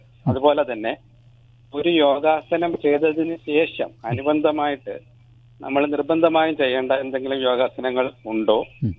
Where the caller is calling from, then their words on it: Palarivattom, Kerala, India; പാലാരിവട്ടത്തു നിന്നാണ്